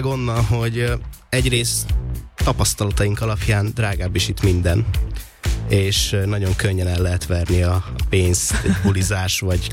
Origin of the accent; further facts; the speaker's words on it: Sopron, Győr-Moson-Sopron, Hungary; Hát ugye mi alapból soproniak vagyunk, vidék, és hát mindig nagyon fura feljönni Pestre koncert, vagy bármilyen program miatt